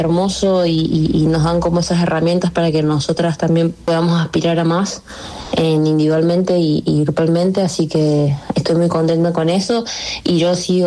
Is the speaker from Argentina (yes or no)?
yes; Mendoza, Argentina; born there; nací acá en Mendoza, por ahí no tengo mucho la tonadita acá porque nada, desde muy chica he vivido en otras provincias, así que por ahí se me pueden mezclar un poquitito el cordobés sobre todo.